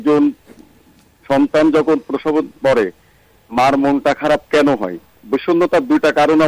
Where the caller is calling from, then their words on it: Ishwardi, Rajshahi Division, Bangladesh; সভাপতি প্রতিবন্ধী পুনর্বাসন ও মানবাধিকার সমিতি, ঈশ্বরদী পাবনা।